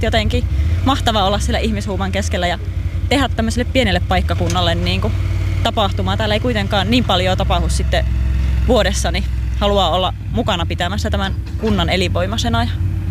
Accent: Sonkajärvi, North Savo, Finland; minä olen Sonkajärveltä kotoisin ja aina kyllä lapsuudesta asti kisoissa käynyt ja markkinoilla käynyt

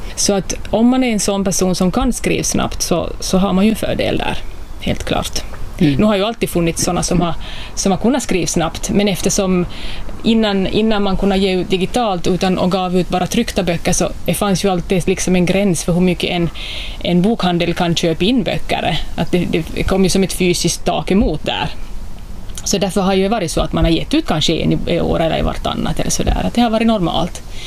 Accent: Vaasa, Ostrobothnia, Finland; moved away as an adult; now in Maxmo, Vörå, Finland; jag är född i Sundom. Så där är jag född och uppvuxen. Så ja, jag var Vasabo om jag nu ska säga så, men eller Sundombo, alltså, därifrån jag kommer. Men i 20 år ungefär har jag bott här i Vörå kommun.

